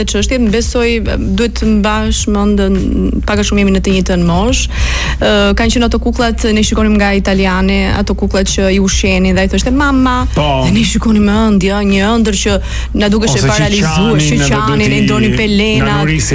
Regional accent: Berat, Berat County, Albania; unë jam nga Berati.

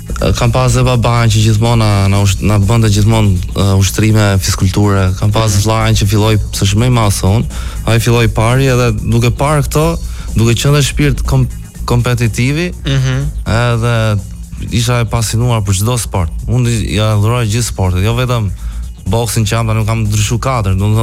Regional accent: Tirana, Tirana County, Albania; në Tiranë, gjithashtu babai im, por me origjinë gjyshi ka ardhur nga Përmeti, është përmetar, ka ardhur i vogël.

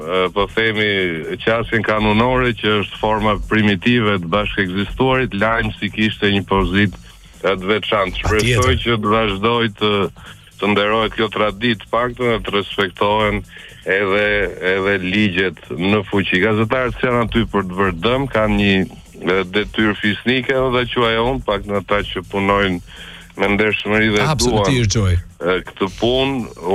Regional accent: Tirana, Tirana County, Albania; Unë vi nga Voskopoja me origjinë vet, kam lindur dhe jam rritur në Tiranë, por prindrit janë gjyshrit më saktë, janë nga Voskopoja.

